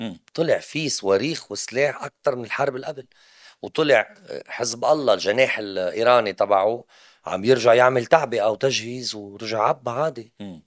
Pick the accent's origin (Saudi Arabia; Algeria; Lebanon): Lebanon; انا كشاب لبناني،